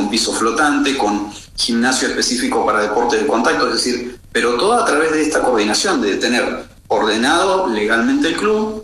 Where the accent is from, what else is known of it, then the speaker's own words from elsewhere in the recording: Zapala, Neuquén, Argentina; en la ciudad de donde yo vengo a través de la delegación de personas jurídicas que tenemos en Zapala